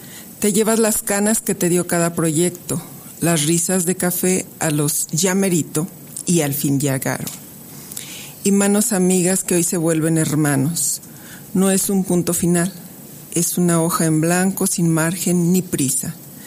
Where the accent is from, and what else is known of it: Durango, Mexico; born there